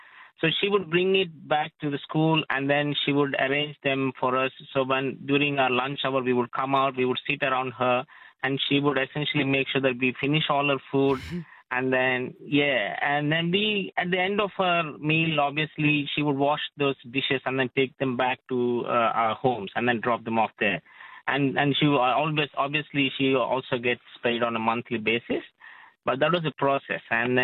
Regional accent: India; English is a second language; So I'm from India.

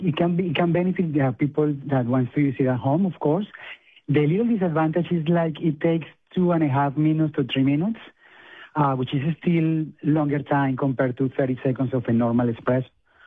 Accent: Colombia; Colombian.

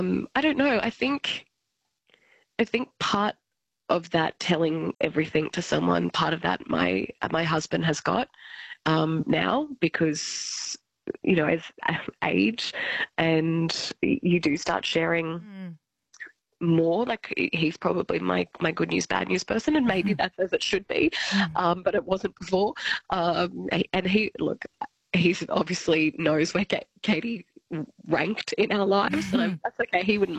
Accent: Albury, New South Wales, Australia; In Albury Wodonga, so I'm from Albury.

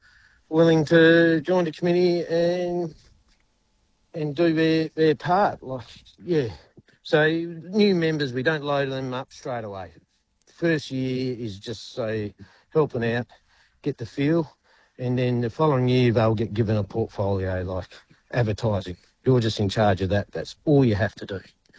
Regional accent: York, Western Australia, Australia; Yes, we've been here for quite a few generations. So, yeah, grew up growing up in York

